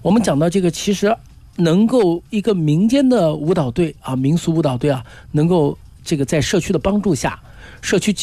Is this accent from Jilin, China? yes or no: no; Nanjing, Jiangsu, China; 我们南京人说七十九嘛就是八十二了